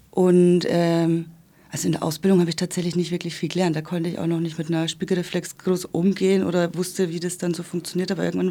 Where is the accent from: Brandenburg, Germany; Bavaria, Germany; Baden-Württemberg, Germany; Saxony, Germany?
Bavaria, Germany; Ahorntal; Aufgewachsen bin ich in der Fränkischen, sagt man immer, so zwischen Bayreuth und Pegnitz im Ahorntal. Also sehr, sehr ländlich und ganz anders als die Nürnberger Welt jetzt hier. Bin dann in Bayreuth zur Schule gegange